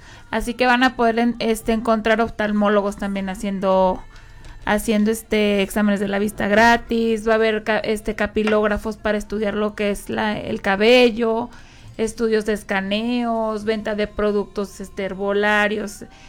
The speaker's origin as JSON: {"language": "Spanish", "town": "Sombrerete", "region": "Zacatecas", "country": "Mexico", "said": "Soy de Sombrerete, Zacatecas."}